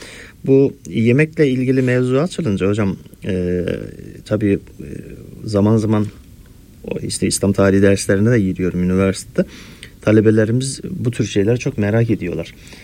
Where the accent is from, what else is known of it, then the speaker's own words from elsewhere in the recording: Osmaniye, Turkey; Biz hocam tabii Çukurova'da ben Osmaniyeliyim. Orada bayramlarda efendim keçi keserler.